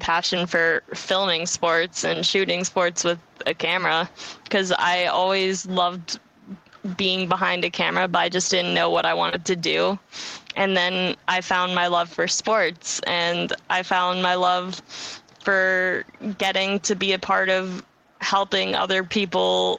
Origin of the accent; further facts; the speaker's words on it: Virginia, United States; So in my area, I grew up in the Northern Virgin